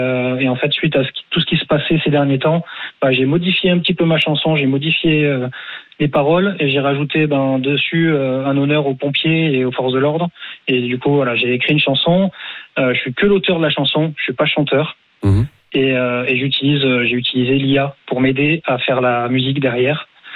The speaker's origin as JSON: {"language": "French", "town": "Mont-de-Marsan", "region": "Nouvelle-Aquitaine", "country": "France", "said": "moi je suis originaire de Mont-de-Marsan, donc mon papa était pompier volontaire"}